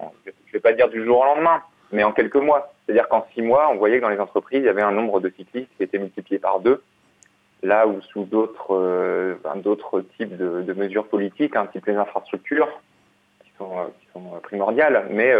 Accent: Lille, Hauts-de-France, France; moved away as an adult; je suis lillois, j'ai grandi à Lille. Et donc je suis de retour à Lille depuis maintenant presque 4 ans.

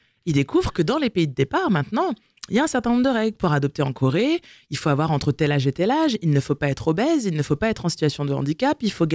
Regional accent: France; born there; moi je suis née en France

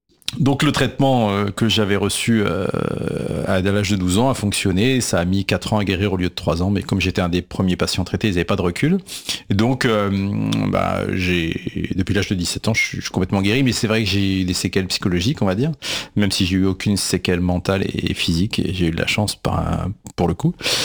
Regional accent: Paris, Île-de-France, France; Je suis né à Paris, j'ai grandi dans le 15e.

